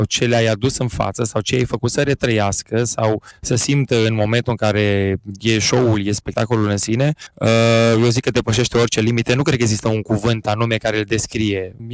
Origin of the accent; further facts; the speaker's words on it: Bihor County, Romania; Am început cu Bihorul, bineînțeles, pentru că de acolo provenim.